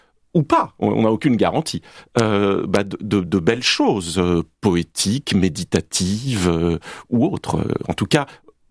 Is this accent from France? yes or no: yes; Bordeaux, Nouvelle-Aquitaine, France; je suis bordelais